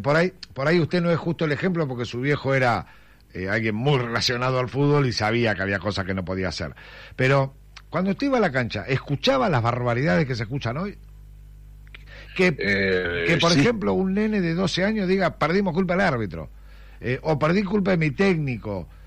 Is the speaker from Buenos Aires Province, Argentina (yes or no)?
yes; Tres Arroyos, Buenos Aires Province, Argentina; moved away; yo soy de los Pagos de Tres Arroyos.